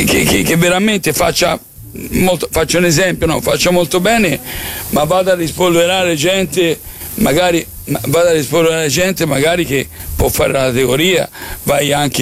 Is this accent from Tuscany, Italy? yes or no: yes; Florence, Tuscany, Italy